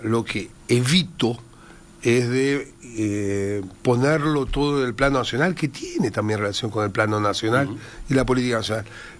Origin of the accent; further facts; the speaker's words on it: Uruguay; nosotros somos Uruguay